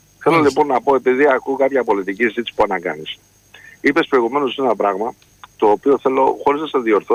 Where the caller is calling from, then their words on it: London, United Kingdom; από Λονδίνο.